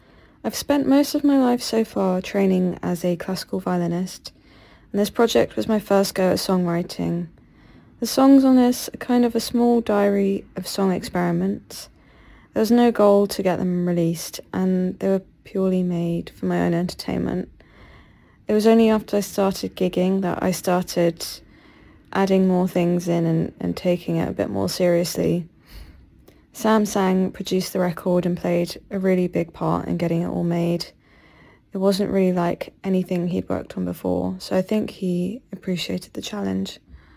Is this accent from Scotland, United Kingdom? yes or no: no; London, United Kingdom; I'm a musician from London